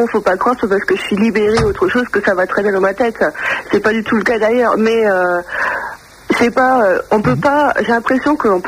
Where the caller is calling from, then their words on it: Reims, Grand Est, France; je suis à Reims